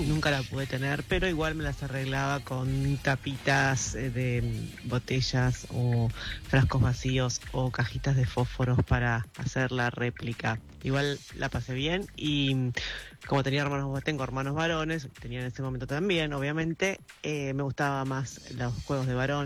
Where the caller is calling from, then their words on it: Florida, Buenos Aires Province, Argentina; de Florida y estudié periodismo con vos en TEA.